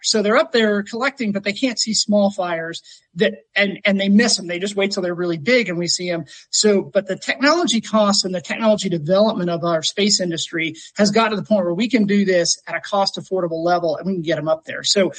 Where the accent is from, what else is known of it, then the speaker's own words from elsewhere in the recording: Gulf Coast, United States; I grew up in the Gulf Coast. So I grew up with hurricanes